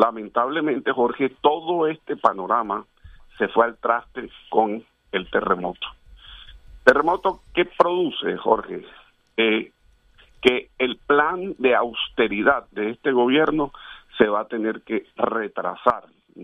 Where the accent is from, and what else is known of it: Colombia